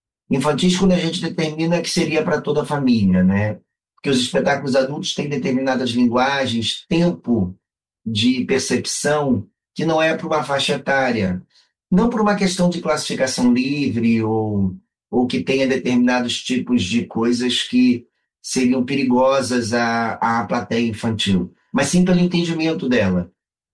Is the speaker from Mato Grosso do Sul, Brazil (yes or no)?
no; Rio de Janeiro, Brazil; also born or lived in Alegrete, Rio Grande do Sul / northern Brazil; Eu sou nascido no Rio Grande do Sul, mas a minha vida toda foi no Rio de Janeiro. Eu só nasci no Alegrete e de lá eu vim para o Rio.